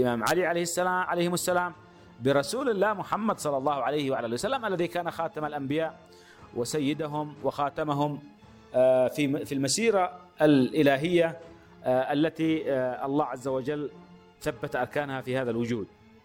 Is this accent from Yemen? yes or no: yes; Yemen; وهذا ما يحتم علينا كيمنيين أن نعود إليه